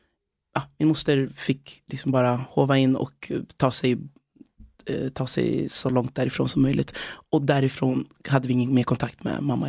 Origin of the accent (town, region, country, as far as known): Tällberg, Dalarna County, Sweden; born there; moved away as an adult; also born or lived in Congo / Uganda; now in Stockholm, Sweden